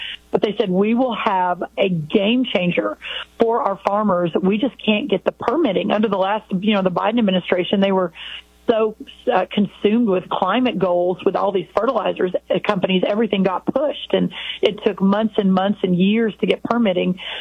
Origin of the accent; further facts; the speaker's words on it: Texas, United States; and I'm from Texas, so for your southern listeners